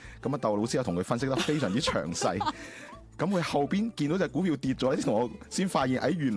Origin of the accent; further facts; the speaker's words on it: Guangdong, China; 咁高科技呢个名词，即系我哋广东人讲嘅老作。